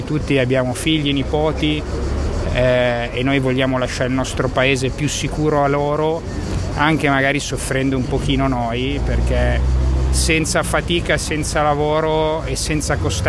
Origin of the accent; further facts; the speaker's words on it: Genoa, Liguria, Italy; io sono qua presente dal 2014, sono membro di governo, sono di Genova